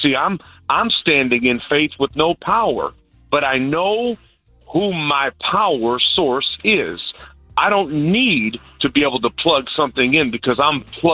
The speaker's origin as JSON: {"language": "English", "town": "Chicago", "region": "Illinois", "country": "United States", "moved": "yes", "lives_now": "Northwest Indiana, United States", "said": "many of you know that I'm from Chicago, but we reside in Northwest Indiana."}